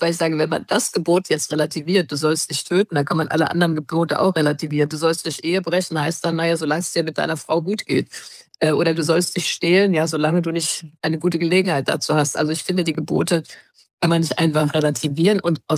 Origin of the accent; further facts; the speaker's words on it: Germany; ich bin eben auch keine Ukrainerin, sondern ich muss doch als Deutsche überlegen